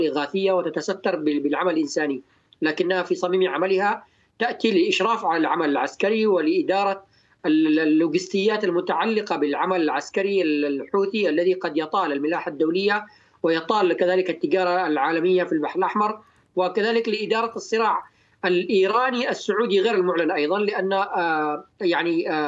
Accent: Yemen; now in Istanbul, Turkey; كلنا كيمنيين

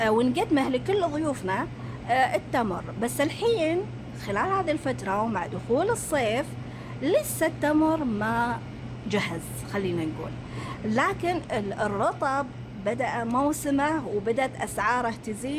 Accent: Saudi Arabia; طبعا احنا كسعوديين

